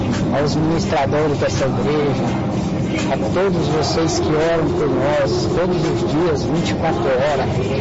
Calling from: Rondônia, Brazil; moro aqui em Rondônia, Viana.

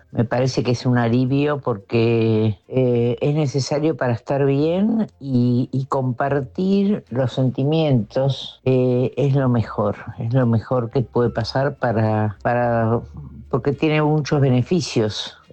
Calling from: Uruguay; de Uruguay.

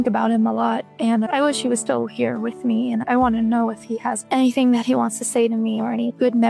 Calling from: Chicago, Illinois, United States; I'm calling from Chicago, Illinois.

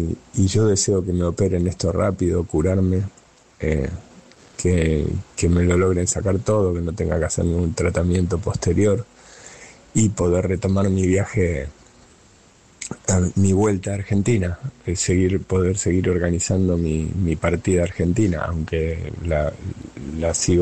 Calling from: Seville, Andalusia, Spain; Hablo desde Sevilla

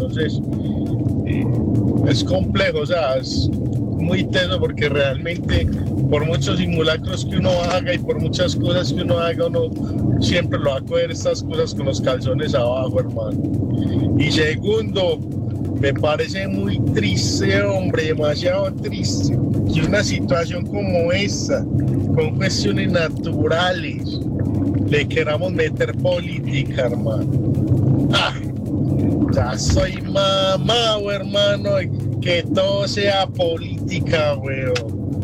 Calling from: Colombia; Somos colombianos, esto nos duele.

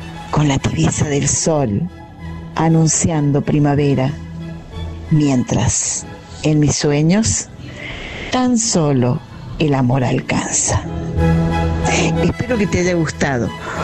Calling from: Villa Dolores, Córdoba, Argentina; de Villa Dolores.

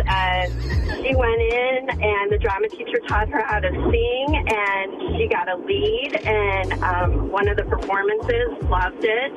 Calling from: Genoa, Illinois, United States; I'm in Genoa.

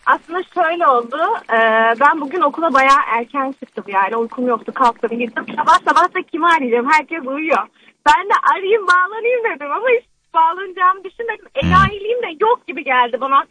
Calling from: Kayseri, Turkey; Kayseri'den arıyorum.

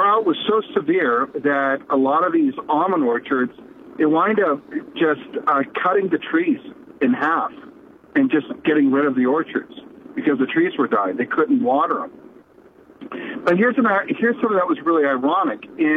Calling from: California, United States; I'm from California

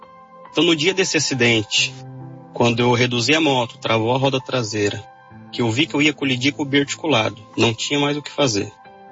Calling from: Pinhais, Paraná, Brazil; sou do município de Pinhais, Jardim Veisópolis, onde eu congrego. Na Igreja Pentecostal Deus é Amor.

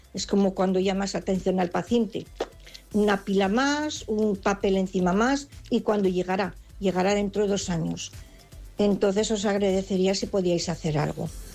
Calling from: Zaragoza, Aragon, Spain; Hola, buenas tardes. … de Zaragoza.

